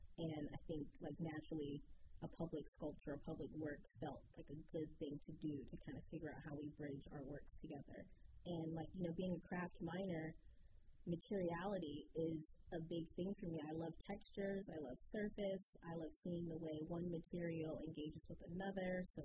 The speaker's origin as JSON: {"language": "English", "town": "Richmond", "region": "Virginia", "country": "United States", "tie": "born there", "said": "myself as an American, African-American artist born here"}